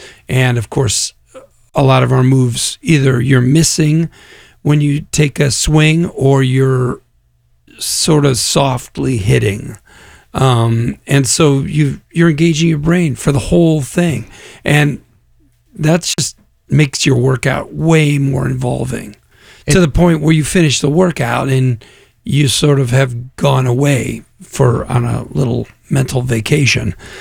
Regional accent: Naperville, Illinois, United States; Yeah, I'm from Chicago. I'm from Naperville, and Normal is actually a name of a town in Illinois

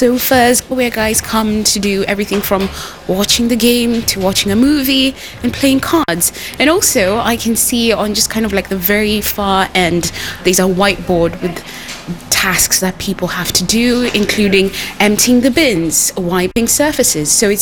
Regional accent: Kenya; Oh, so I'm actually Kenyan. We like very strong tea.

